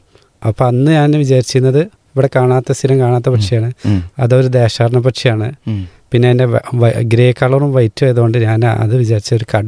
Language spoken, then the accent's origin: Malayalam; Perinthalmanna, Kerala, India; ഞാൻ പെരിന്തമണ്ണ തന്നെയാണ് സ്വദേശം. ഇവിടെ പീസ് റേഡിൻ്റെ അടുത്ത് തന്നെ